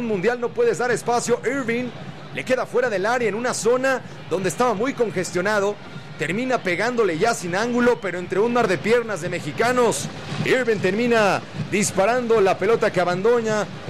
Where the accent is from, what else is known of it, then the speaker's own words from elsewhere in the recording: Mexico; como aficionados, como trabajadores, como padres de familia, como mexicanos, que es lo más importante